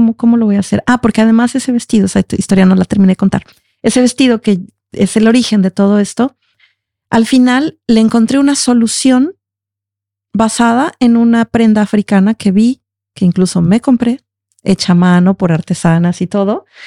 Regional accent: Veracruz, Mexico; recordé que en México, en la región de donde yo vengo, hubo esclavos africanos en Veracruz, ¿no? Incluso hay un pueblo que se llama Yanga, que fue el primer pueblo libre de esclavitud en América.

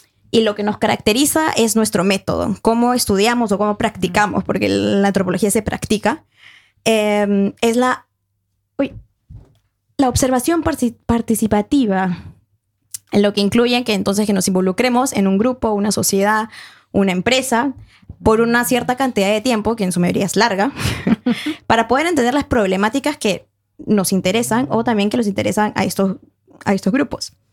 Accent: Peru; now in Norway; en la región de Junín, en mi país de Perú.

